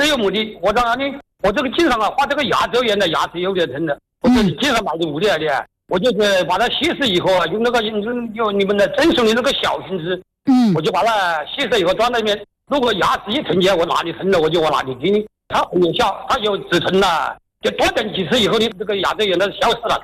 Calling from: China; 我是仙岛楼河人，仙岛是楼河镇的。

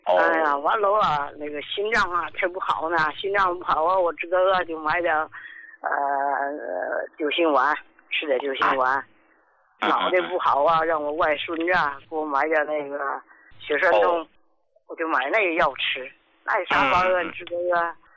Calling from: Qinhuangdao, Hebei, China; 我是秦皇岛的患者

